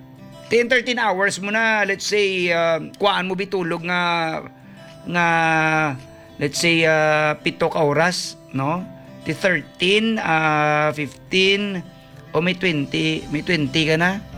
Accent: Pasay, Metro Manila, Philippines; moved away; also born or lived in Parañaque / Cebu; I was born in Parañaque, lumaki ako ng Pasay or Electrical Road. I'm a pure Tagalog.

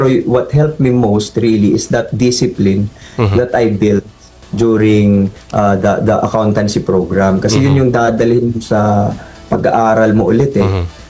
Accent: Eastern Visayas, Philippines; moved away as an adult; now in Manila, Philippines; galing kami sa Leyting, and all of a sudden parang mag-migrate kami kumbaga to Manila.

